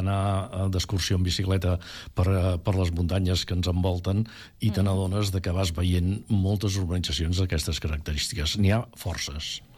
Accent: Catalonia, Spain; jo sóc del Vallès

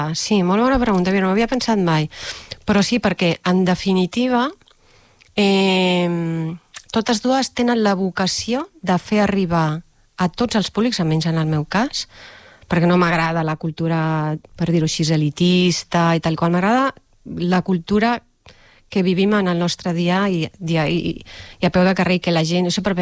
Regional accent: Catalonia, Spain; Jo he crescut i he nascut en el barri Bonavista, que en el seu moment es deia el Congo, que és un barri que va néixer l'any 62, on arriben les primeres famílies.

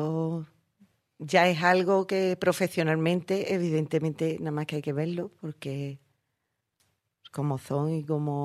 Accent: El Puerto de Santa María, Andalusia, Spain; Porque yo soy del puerto, pero yo amo a Jerez

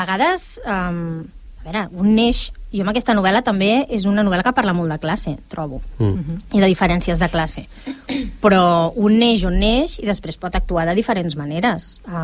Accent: El Prat de Llobregat, Catalonia, Spain

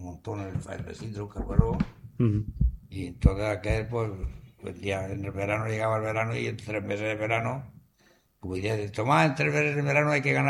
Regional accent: Cubelles, Catalonia, Spain; Yo soy de Cubella, yo cubellense.

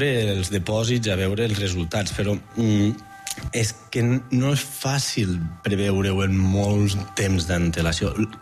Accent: Batea, Catalonia, Spain; Jo de Batea, que som de secar

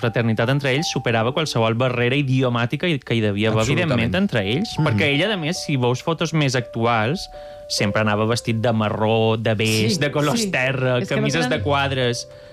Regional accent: Balearic Islands, Spain; Clar, és que jo com a mallorquí me pensava que era una...

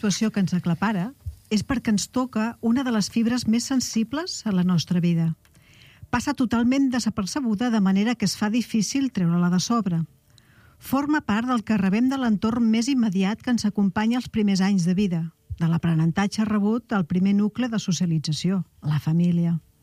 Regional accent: Mataró, Catalonia, Spain; now in La Granada, Spain; Del Penedès, soc maresmenca, soc de Mataró.

